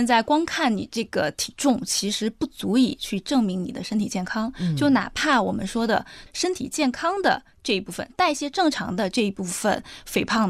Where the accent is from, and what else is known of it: China